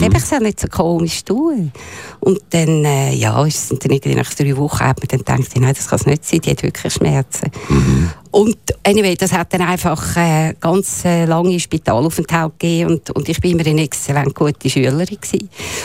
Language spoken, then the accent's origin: German; Uri, Switzerland; Ich bin gebürtige Urnerin. Also ich sage immer, ich bin Urnerin. Ich bin das Grosskind von Wilhelm Tell.